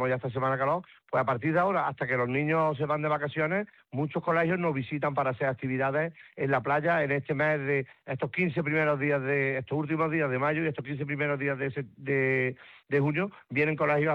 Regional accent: Córdoba, Andalusia, Spain

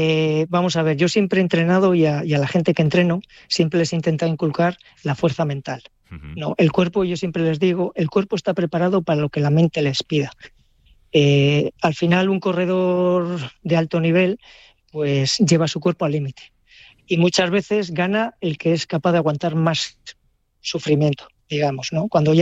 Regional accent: Barruelo de Santullán, Castile and León, Spain; also born or lived in Aguilar de Campoo / Reinosa; yo soy de Barrulo de Santullán, pero nos desplazamos a otro pueblecito, a Aguilar de Campo, y ya de allí fui a Reynosa.

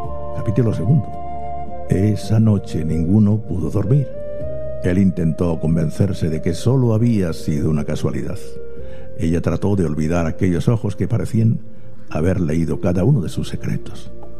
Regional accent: Murcia, Region of Murcia, Spain; born there; nací en Murcia capital

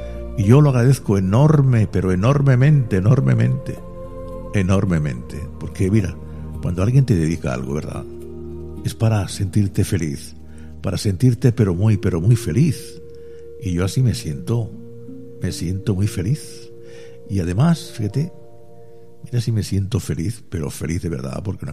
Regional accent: Granada, Andalusia, Spain; ¿qué tenemos los granaínos? Pues que somos de Granada, primero de todo, que somos de Granada.

